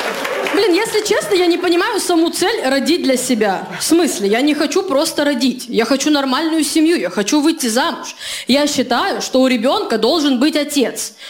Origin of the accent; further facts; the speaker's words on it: Khabarovsk, Khabarovsk Krai, Russia; moved away as an adult; now in Moscow, Russia; Значит, я из Хабаровска. Вот, уже 3 года живу в Москве.